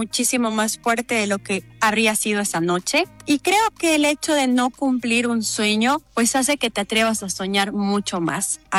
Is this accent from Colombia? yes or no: no; Bolivia; creo que esos somos los bolivianos